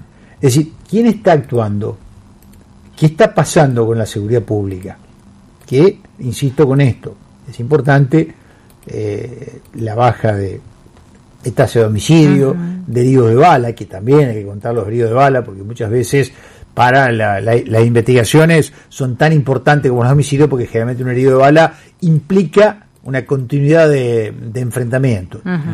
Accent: Santa Fe, Argentina; yo como vecino de Santa Fe hoy no tengo servicio municipal

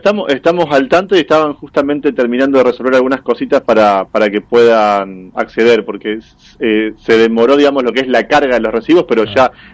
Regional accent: Santa Fe province, Santa Fe, Argentina; Somos una provincia joven

